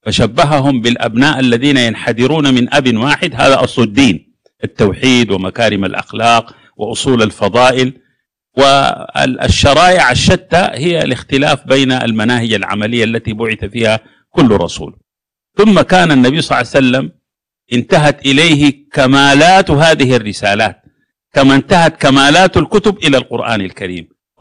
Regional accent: Sudan; فأنا سوداني بمنطق وطن الجغرافيا، إفريقي بمنطق وطن الجوار، وأنتمي إلى الأمة العربية بمنطق اللسان من المحيط إلى الخليج، وأنتمي إلى الأمة الإسلامية بمنطق العقيدة

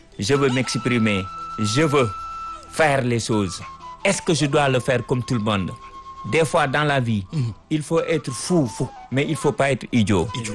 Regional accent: Senegal

